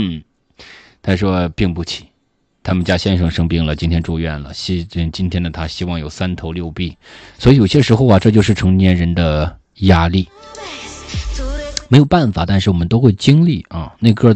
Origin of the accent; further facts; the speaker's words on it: Hainan, China; 给外地的朋友感受一下我们海南话的快乐